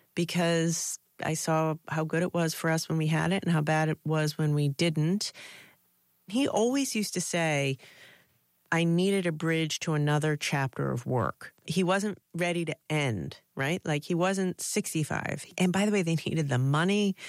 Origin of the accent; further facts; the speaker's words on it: Rhode Island, United States; I'm from Rhode Island. That's a core thing about who I am. Youngest of three kids, working class Italian-American family.